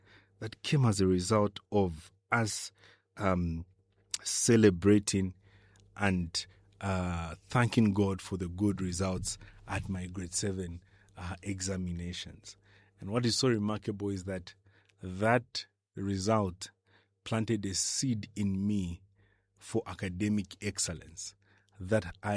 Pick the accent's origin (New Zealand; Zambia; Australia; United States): Zambia; Kalulushi, Copperbelt; You know, I grew up in Kalulushi